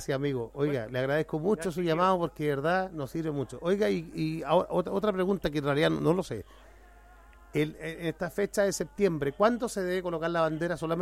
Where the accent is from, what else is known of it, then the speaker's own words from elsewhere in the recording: Chile; Soy chileno de tomo y lomo